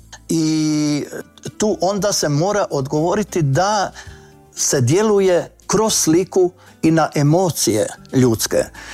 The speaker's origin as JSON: {"language": "Croatian", "town": "Novo Virje", "region": "Koprivnica-Križevci County", "country": "Croatia", "tie": "born or raised there", "said": "Ja sam u Novom Virju, u mojem rodnom mjestu, naslikao prvu sliku Svetog Josipa"}